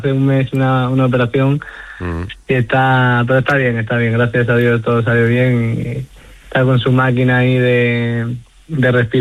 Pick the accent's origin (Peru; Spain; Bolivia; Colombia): Spain; Extremadura; para mí como extremeño es un orgullo enorme, ¿no?